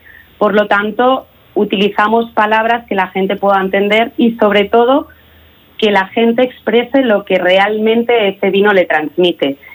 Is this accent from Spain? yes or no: yes; Salamanca, Castile and León, Spain; soy salmantina